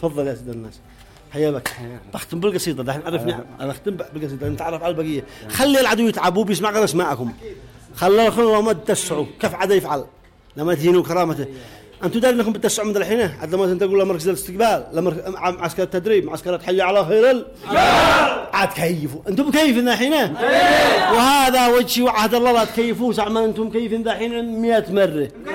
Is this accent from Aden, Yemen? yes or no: no; Sanaa, Amanat Al Asimah, Yemen; اللي عندنا بصنعاء